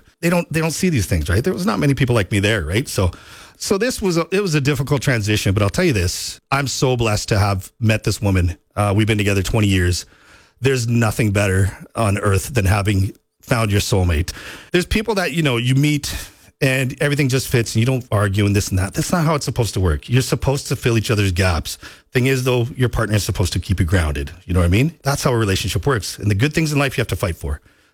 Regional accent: India; now in Canada; As you know, I'm Indian. And, you know, we have a culture and it's, you know, arranged marriages and whatnot.

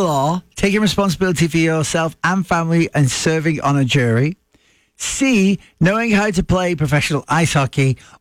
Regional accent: England, United Kingdom; now in Canada; I'm a permanent resident alien. I'm an Englishman in Canada.

